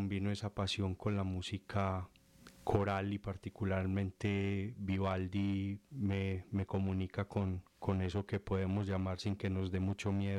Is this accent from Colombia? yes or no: yes; Medellín, Antioquia, Colombia; also born or lived in Puerto Berrío; Lo que pasa es que yo no conozco mi pueblo natal. Desde los 6 meses de nacido vivo en Medellín y nunca regresé.